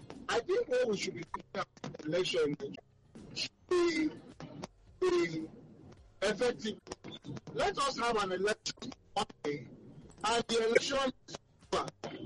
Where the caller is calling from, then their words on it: Ibadan, Oyo, Nigeria; I'm calling from around Ibadan.